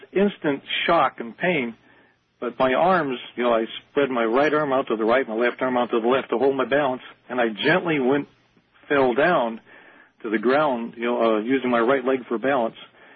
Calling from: Kailua, Hawaii, United States; I'm calling from Kailua, Hawaii.

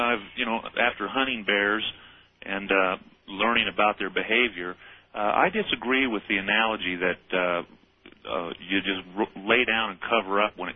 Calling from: Helena, Montana, United States; I'm in Helena, Montana.

